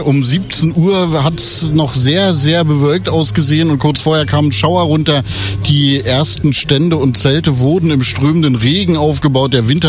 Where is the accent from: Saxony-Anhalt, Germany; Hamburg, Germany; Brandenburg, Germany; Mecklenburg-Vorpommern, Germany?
Brandenburg, Germany; Frankfurt; Ich bin ja Frankfurter.